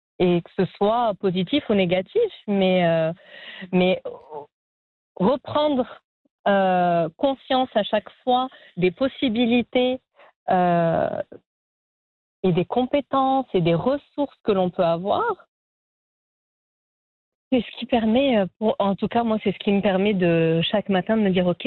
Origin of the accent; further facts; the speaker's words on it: Annecy, Auvergne-Rhône-Alpes, France; moved away; En plus, je venais de France, oui, mais d'Annecy